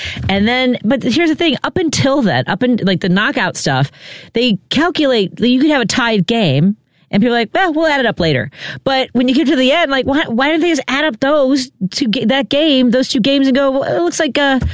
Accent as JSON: {"language": "English", "town": "Chicago", "region": "Illinois", "country": "United States", "tie": "born or raised there", "said": "So obviously I've talked about growing up in Chicago. I went to Lang Tech."}